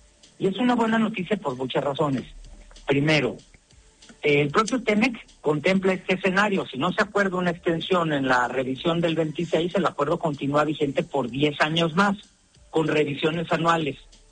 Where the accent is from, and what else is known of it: Mexico